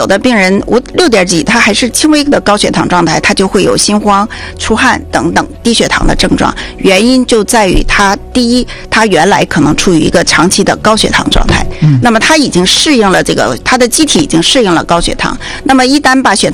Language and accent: Chinese; China